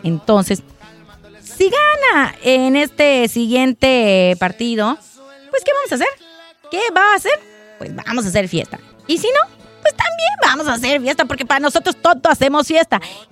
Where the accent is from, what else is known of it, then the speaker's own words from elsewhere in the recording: Mexico; Nosotros, nos tenemos que apoyar nosotros como mexicanos